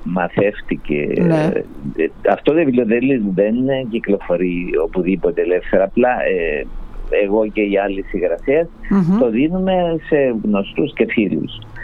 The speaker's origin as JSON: {"language": "Greek", "town": "Katokopia", "region": "Nicosia District", "country": "Cyprus", "tie": "born or raised there", "said": "εγώ κατάγομαι και εγώ από τα κατεχόμενα, και υπήρξα κοινοτάρχης του κατεχόμενου χωριού μου, λέγεται Κατοκοπιά στην περιοχή Μόρφου"}